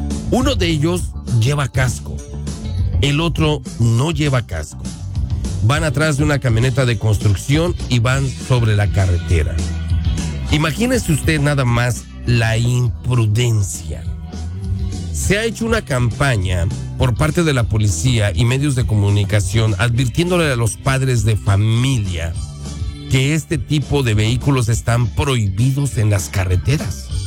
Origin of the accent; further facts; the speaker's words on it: Puebla, Mexico; moved away; de Puebla para el mundo.